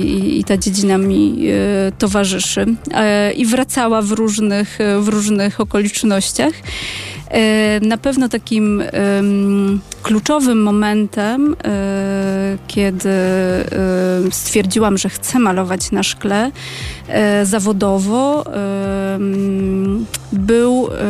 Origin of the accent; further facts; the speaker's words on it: Lesser Poland, Poland; also born or lived in Zakopane; każde dziecko na Podhalu maluje na szkle, bo pochodzę z Podhala.